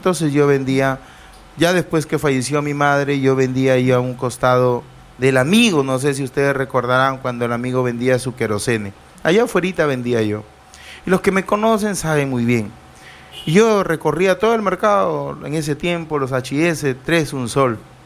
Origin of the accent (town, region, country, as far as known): Túcume, Lambayeque, Peru